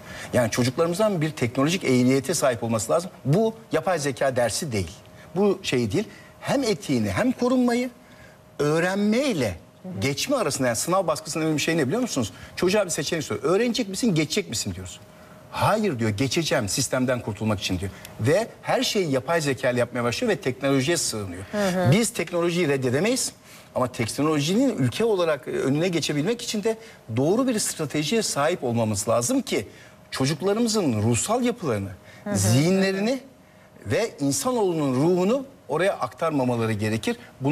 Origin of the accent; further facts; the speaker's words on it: Rize, Turkey; Ben Rize.